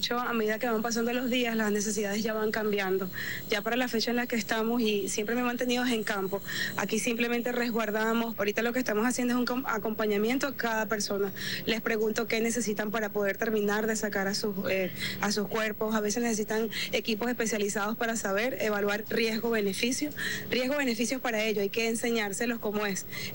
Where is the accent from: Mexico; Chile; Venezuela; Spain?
Venezuela; Hemos podido estrechar lazos, nos hemos conocido como venezolanos, pero también agradecemos a la comunidad internacional